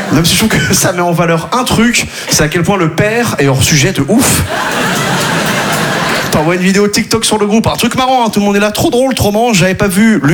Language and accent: French; Quimperlé, Brittany, France; Mais si vous voyez, déjà là d'où je viens à Quimperlé, on n'avait pas les sports cool.